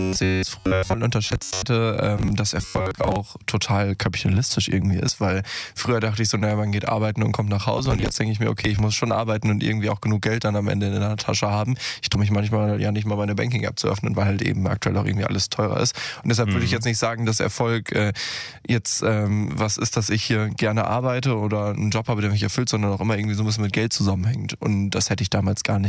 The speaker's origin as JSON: {"language": "German", "region": "Lower Saxony", "country": "Germany", "said": "ich komme aus Niedersachsen"}